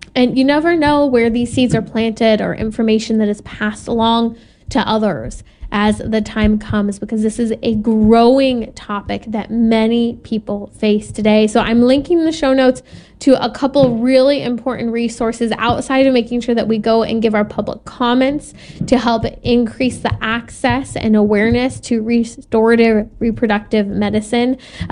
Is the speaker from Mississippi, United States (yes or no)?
no; California, United States; Other states, such as my home state of California, being called an abortion safe haven or sanctuary